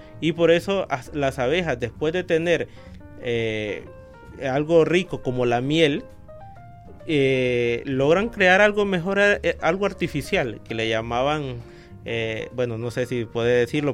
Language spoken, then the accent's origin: Spanish; Honduras; en mi región, en mi país